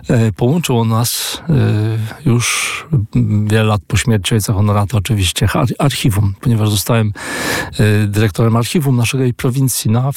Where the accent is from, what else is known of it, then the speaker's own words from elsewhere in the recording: Biała Podlaska, Lublin Voivodeship, Poland; jesteśmy z jednej miejscowości, z Białej Podlaskiej.